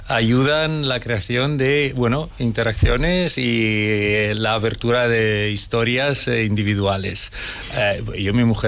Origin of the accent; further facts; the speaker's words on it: Italy; Spanish is a second language; moved away as an adult; now in Logroño, Spain; un poquito más de italiano, pero bueno, ya tengo mi ciudadanía, ya tengo mi nacionalidad española